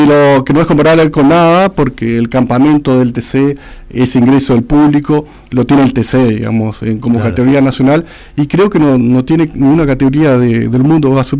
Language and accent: Spanish; Misiones, Argentina; nos destaca como público argentino, y en Misiones por supuesto tenemos el turismo de carretera